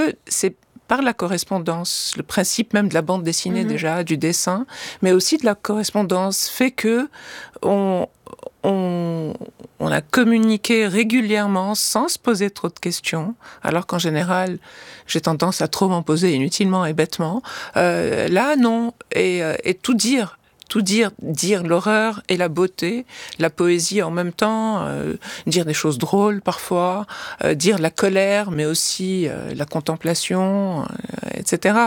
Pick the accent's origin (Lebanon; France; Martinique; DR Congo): Lebanon; je n'ai pas d'autre pays que le Liban.